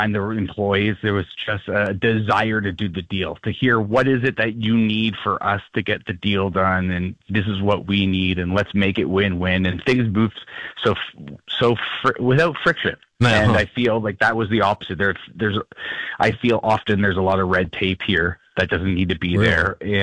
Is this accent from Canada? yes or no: yes; Canada; As a Canadian going into the United States to start to do business